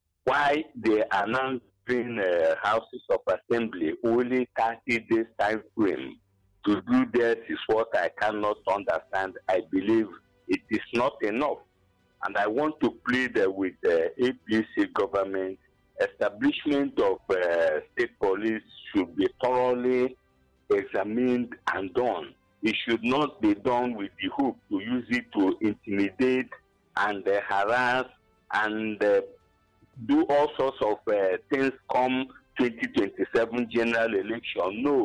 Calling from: Enugu State, Nigeria; I'm calling from Abapa Nijenugu

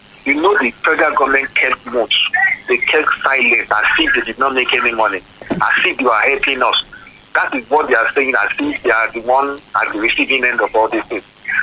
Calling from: Makole, Oyo, Nigeria; Morning, I'm calling from Makole.

